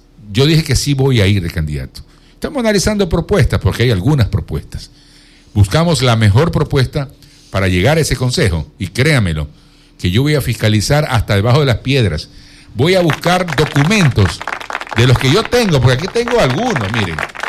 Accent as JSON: {"language": "Spanish", "town": "Quevedo", "region": "Los Ríos", "country": "Ecuador", "said": "con todas las ganas de servir a mi tierra, a Quevedo"}